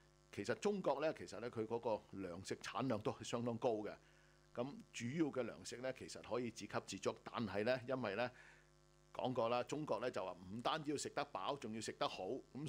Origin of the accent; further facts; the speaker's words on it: Australia; 呢度值得我哋澳洲人咧自豪啊！